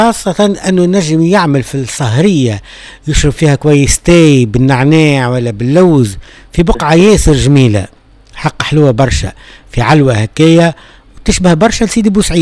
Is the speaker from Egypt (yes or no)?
no; Tunisia; انا كتونسي